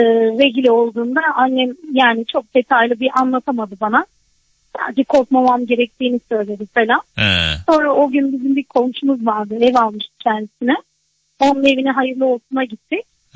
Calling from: Denizli, Turkey; Denizli'den arıyorum

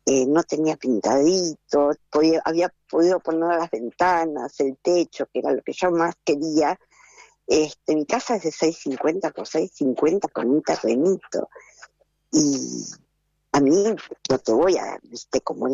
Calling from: Berisso, Buenos Aires Province, Argentina; yo vivo en Berisso, no sé cuántos años, hace como 12 años que me hice mi casita

